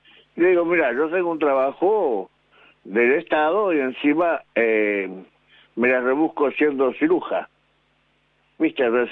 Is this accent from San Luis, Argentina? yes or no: no; General Pico, La Pampa, Argentina; De General Pico, La Pampa.